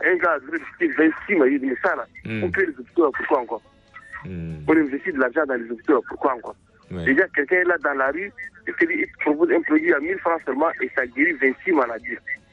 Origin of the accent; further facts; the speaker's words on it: Tangier, Tanger-Tetouan-Al Hoceima, Morocco; Téna est de ma région, il est de la Tangier, moi je suis de la Tangier, 1-1, ça fait imaginer.